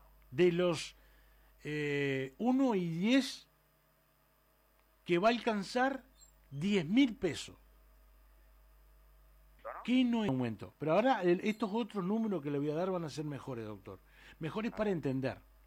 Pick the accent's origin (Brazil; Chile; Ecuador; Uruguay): Uruguay; Somos uruguayos, doctor.